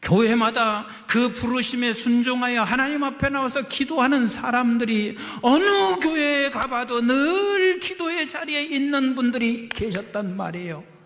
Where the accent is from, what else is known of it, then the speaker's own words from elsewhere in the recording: South Korea; born there; 독일에서 태어나든지 영국에서 태어났으면 이거 왜 이 독일어 영어할 고생할 필요도 없는데 내가 왜 한국에서 태어났나? 그게 1980년대요.